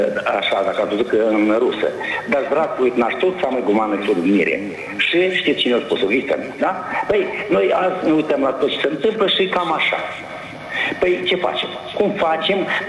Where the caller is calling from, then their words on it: Căușeni, Căușeni District, Moldova; Vă sunt de la Căușeni.